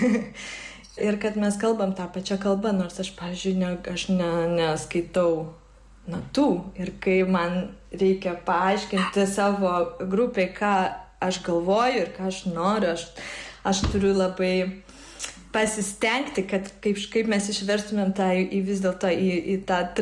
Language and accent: Lithuanian; Vilnius, Vilnius County, Lithuania; moved away as an adult; now in Copenhagen, Denmark; aš esu iš Vilnius, o Kopenhagoje aš gyvenu jau 16 metų.